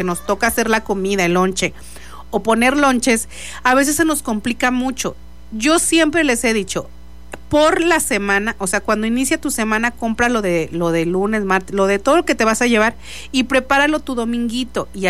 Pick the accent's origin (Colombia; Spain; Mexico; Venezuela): Mexico; Yo sé que somos mexicanos y el huevito es diario